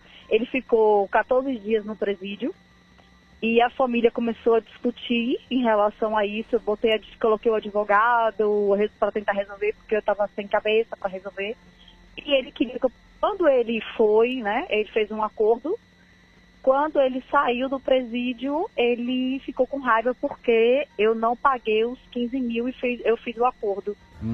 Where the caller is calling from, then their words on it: Bahia, Brazil; que eu sou baiana, sou da Bahia